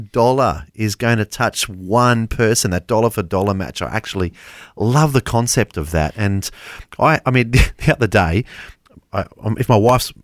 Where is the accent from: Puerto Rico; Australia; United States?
Australia; I'm an Australian.